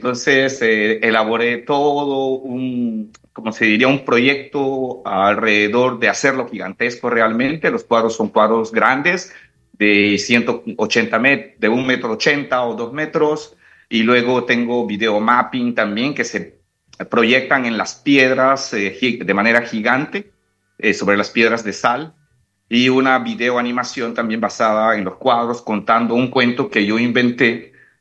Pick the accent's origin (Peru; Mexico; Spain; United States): Peru; Yo tengo familia colombiana, mi esposa es colombiana, mis hijos son colombianos, yo soy peruano.